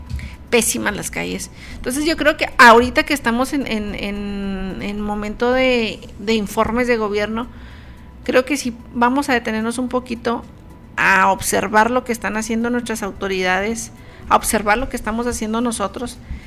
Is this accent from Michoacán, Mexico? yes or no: no; Chihuahua, Mexico; no lo conocemos tanto como mexicanos o como de aquí de Chihuahua